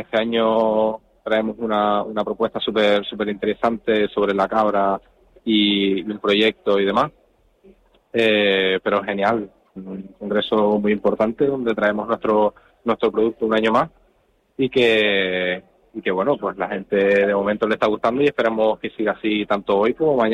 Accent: Canary Islands, Spain; Tenerife y, bueno, las Islas Canarias en general, tenemos turismo, tenemos playa, tenemos montaña, tenemos de todo y sobre todo buen comer

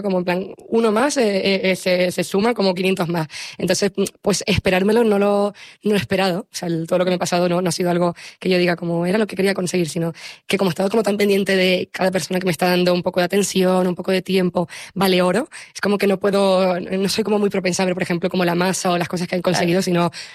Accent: Canary Islands, Spain; gente que simplemente está buscando otro futuro mejor, como los canarios siempre lo hemos hecho.

